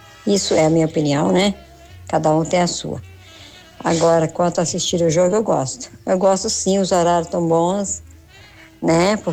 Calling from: Brazil; do Cardoso de Melo.

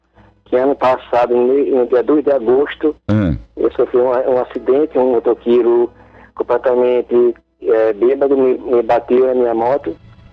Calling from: Matinha, Maranhão, Brazil; Eu falo de Matinha, Maranhão.

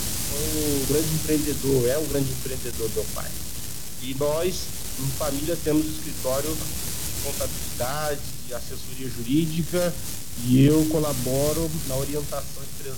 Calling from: Campo Grande, Mato Grosso do Sul, Brazil; Eu falo de Campo Grande.

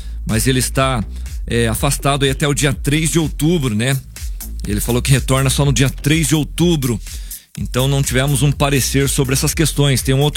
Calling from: Lajado Bonito, Paraná, Brazil; eu sou aqui do Lajado Bonito.

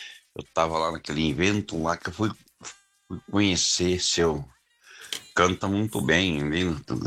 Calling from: Telêmaco Borba, Paraná, Brazil; Tô aqui em Telemaco Borba

